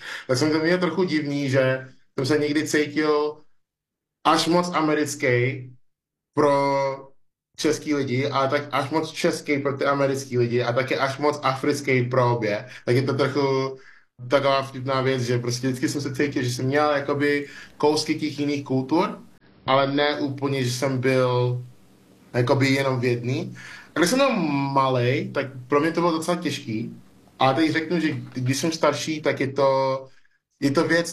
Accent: Nigeria; now in Czech Republic; nejenom, že jsem z Nigérie a člověk z Nigérie žije v České republice

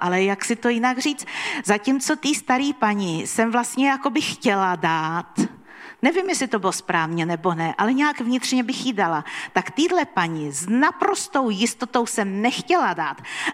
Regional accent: Prague, Czechia; já jsem z Prahy.

